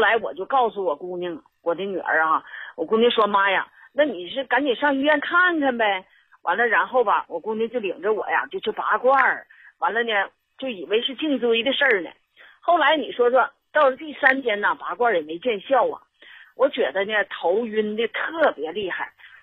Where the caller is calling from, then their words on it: Liaoning, China; 我是东北辽宁这边的。